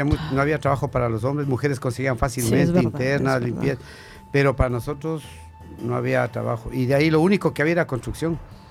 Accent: Quito, Pichincha, Ecuador; moved away as an adult; now in Belgium; Sí, de Quito, de San Roque. Vengo de un barrio muy popular, muy conocido, un poco muy peligroso también. Sí, vengo de Quito, tengo ya mucho tiempo aquí. Tuve la oportunidad de viajar acá a Bélgica hace años porque tengo una hermana que ya vivía aquí.

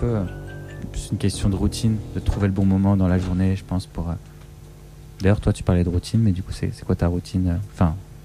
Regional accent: France; Je suis français aussi.

